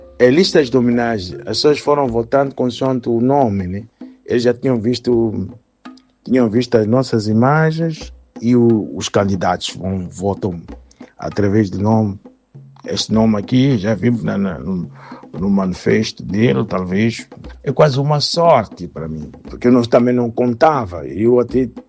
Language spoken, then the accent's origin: Portuguese; Mozambique; now in Germany; nós somos moçambicanos